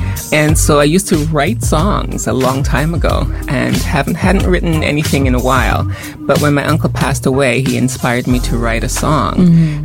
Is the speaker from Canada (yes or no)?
no; Harris's, Montserrat; I am originally from Montserrat. So I'm from the tiny village of Harris's in the east, which was destroyed by the volcano.